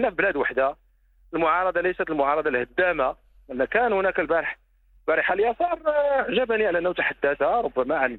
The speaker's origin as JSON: {"language": "Arabic", "country": "Morocco", "said": "من أجل خدمة بلدي المغرب من طنجة إلى الكويت"}